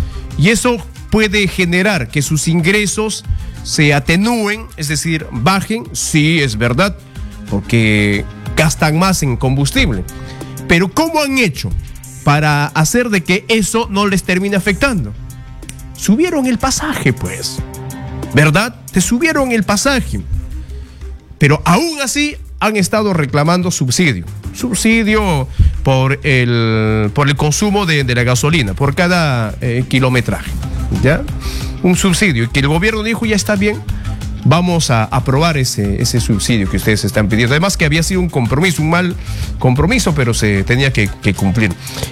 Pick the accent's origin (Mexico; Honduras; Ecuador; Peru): Peru